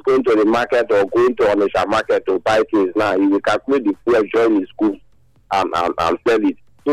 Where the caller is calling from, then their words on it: Nigeria; I'm calling from Kawasan, sir.